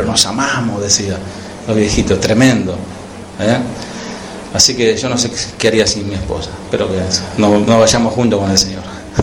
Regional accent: Argentina; born there; la Iglesia de Dios en Argentina, allí donde nosotros nacimos.

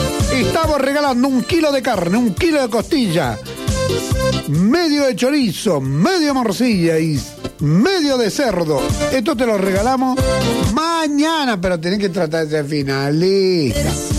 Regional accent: Mendoza, Argentina; born there; Soy nacido a la vera del río Mendoza

